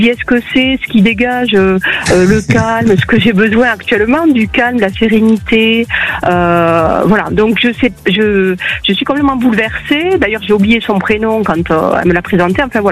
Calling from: Occitanie, France; Alors, d'Occitanie.

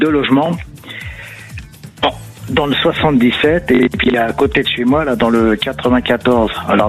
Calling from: Champigny-sur-Marne, Île-de-France, France; J'appelle de Champigny-sur-Marne dans le 94.

